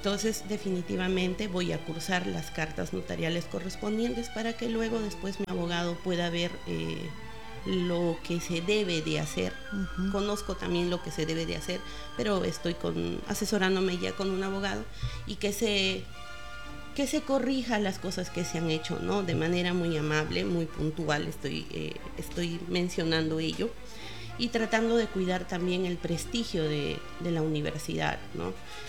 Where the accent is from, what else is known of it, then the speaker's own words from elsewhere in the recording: Peru; Yo soy egresada de la Universidad Nacional del Centro del Perú y con orgullo soy del centro, soy del Perú.